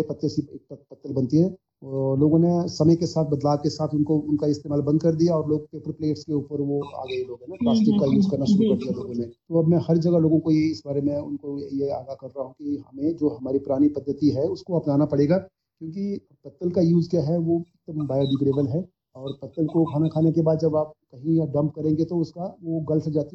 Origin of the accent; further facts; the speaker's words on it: Sudher, Himachal Pradesh, India; मेरा गांव सुधेड़, ग्राम पंचायत सुधेड़